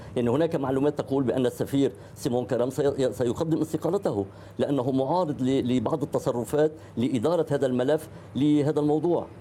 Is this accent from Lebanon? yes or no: yes; Lebanon; أنا كمواطن لبناني أريد أن يكون هناك اتفاق لبناني